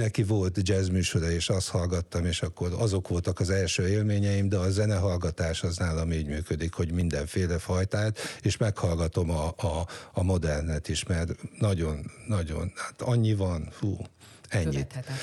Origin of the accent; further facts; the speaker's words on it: Sopron, Győr-Moson-Sopron, Hungary; én soproni vagyok